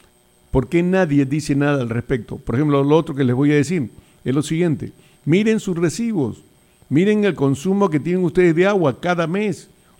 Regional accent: Peru; nosotros, como buenos peruanos muy descuidados

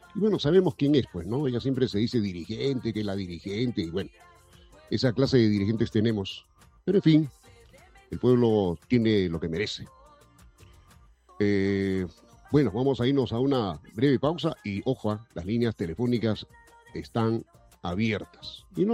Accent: Peru; no somos bobos los peruanos

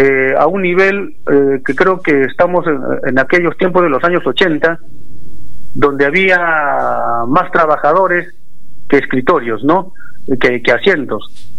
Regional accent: Peru; nosotros como peruanos.

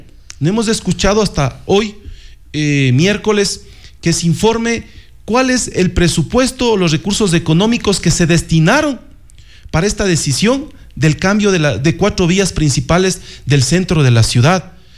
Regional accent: Riobamba, Chimborazo, Ecuador; born there; la parroquia Yaruquíes, en donde yo nací

